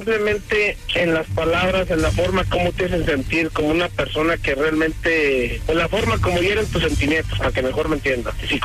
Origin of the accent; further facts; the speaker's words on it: Aguascalientes, Mexico; de donde yo vengo y Aguascalientes